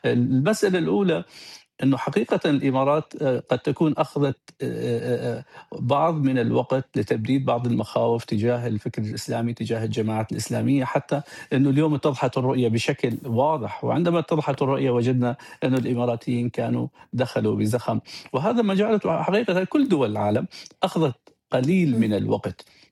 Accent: Syria; نحن كسوريين

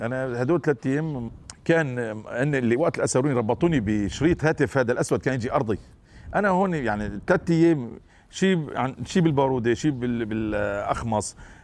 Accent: Iraq; يعني إنه أنا من صلاح الدين وإلى آخره

